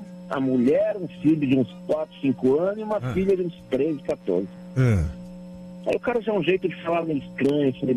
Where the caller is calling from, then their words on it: São Paulo, Brazil; Falo da Zona Norte de São Paulo.